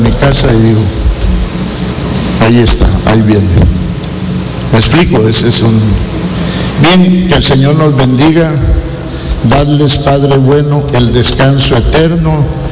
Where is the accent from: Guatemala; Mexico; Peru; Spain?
Guatemala; Teculután, Zacapa; yo que soy de Teculután